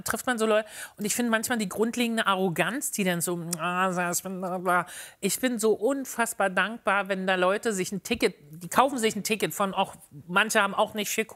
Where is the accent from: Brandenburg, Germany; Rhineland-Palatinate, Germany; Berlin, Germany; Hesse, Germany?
Berlin, Germany; ich komme aus Berlin